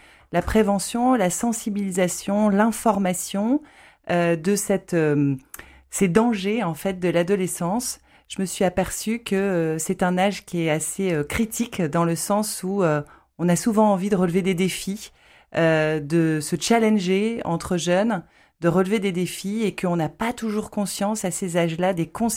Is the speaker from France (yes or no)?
yes; Lille, Hauts-de-France, France; je suis originaire de Lille